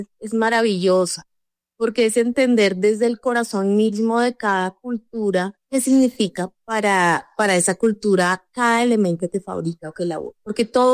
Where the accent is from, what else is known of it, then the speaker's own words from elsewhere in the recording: Colombia; No, es divino porque que decimos somos colombianos, pero eso significa muchísimo.